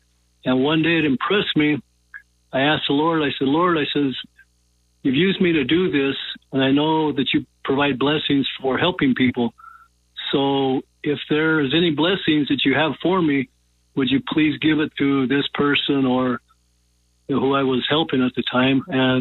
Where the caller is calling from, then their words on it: Arizona, United States; I work here as a volunteer missionary on the Navajo Reservation